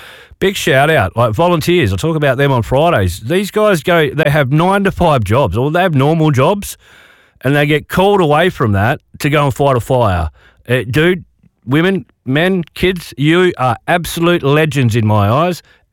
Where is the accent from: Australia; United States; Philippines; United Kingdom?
Australia; Collie, Western Australia; I grew up in Collie, right down south from here. Right down south of WA.